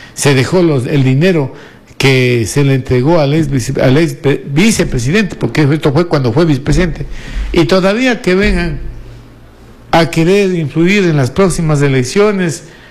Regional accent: Ecuador

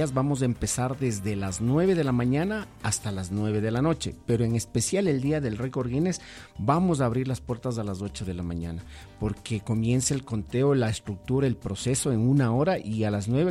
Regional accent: Ecuador; la identidad como ecuatorianos que tenemos

